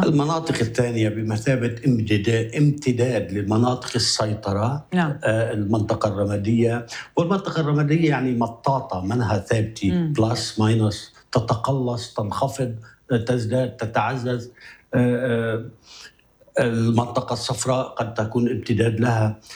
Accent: Beqaa, Lebanon; أنا من البقاع الغربي

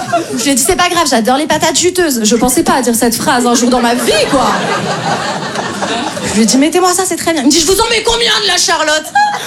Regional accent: Paris, Île-de-France, France; moi je viens de Paris, j'essaye de jouer un peu dans plein de villes en France.

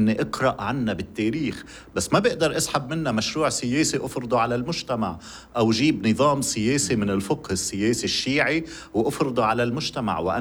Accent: South Governorate, Lebanon; أنا ابن الجنوب بسهر بالضياع المسيحية وهذا مصدر غنى ورائع بالنسبة لنا.

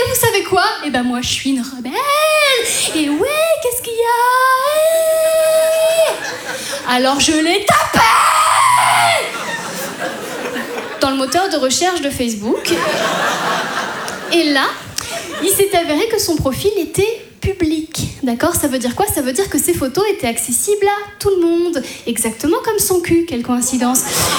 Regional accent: Brittany, France; moved away

